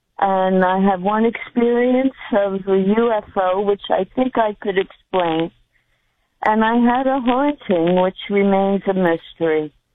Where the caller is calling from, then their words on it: New Jersey, United States; I'm calling from South Jersey